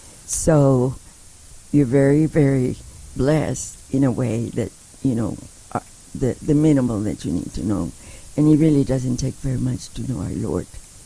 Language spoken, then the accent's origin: English; San Antonio, Texas, United States; born there; So I am very proud to be Catholic. I was born in San Antonio, Texas, and I was the youngest of six girls, and my brother was the baby of the family.